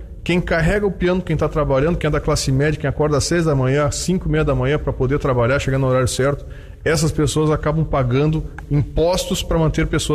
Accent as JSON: {"language": "Portuguese", "town": "Dona Francisca", "region": "Rio Grande do Sul", "country": "Brazil", "tie": "born or raised there", "also_born_or_lived": "Bento Gonçalves", "moved": "yes", "said": "A minha origem é de Dona Francisca"}